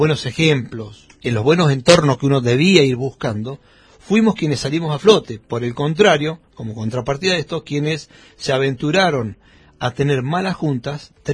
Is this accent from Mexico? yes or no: no; Argentina; un país como Argentina